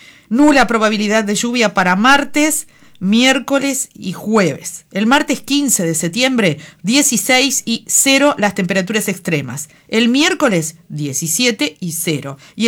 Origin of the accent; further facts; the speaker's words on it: Treinta y Tres, Uruguay; born there; cuando éramos chicos y estudiábamos inglés en la Alianza Cultural Uruguay-Estados Unidos aquí en 33